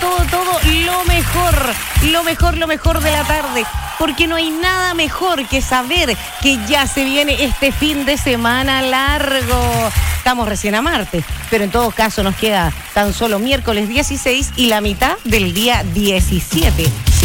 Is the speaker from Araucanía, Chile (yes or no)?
no; Osorno, Los Lagos, Chile; yo soy de Osorno